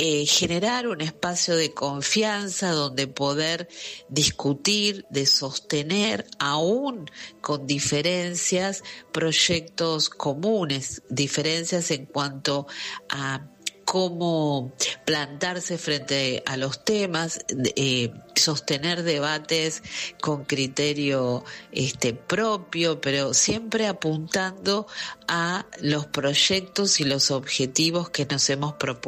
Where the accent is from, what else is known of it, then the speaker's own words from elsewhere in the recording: La Plata, Buenos Aires Province, Argentina; soy de la ciudad de La Plata, provincia de Buenos Aires